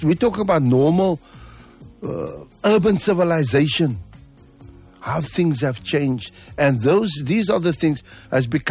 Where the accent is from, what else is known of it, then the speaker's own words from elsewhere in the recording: Cape Town, Western Cape, South Africa; also born or lived in Claremont, Cape Town; I grew up in Grassy Park, born in Claremont and then moved to Grassy Park.